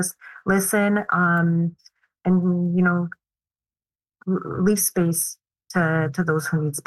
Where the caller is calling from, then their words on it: Montreal, Quebec, Canada; And I also, I'm speaking from Montreal.